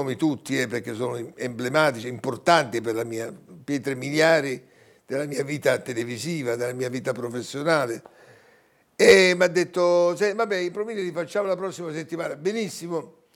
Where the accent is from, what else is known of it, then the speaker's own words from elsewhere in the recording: Militello, Sicily, Italy; Catania, ho mentito, perché io sono di Militello, mi vergognavo a dire un piccolo paese come Militello, ho detto Catania, per darmi un po' le ali.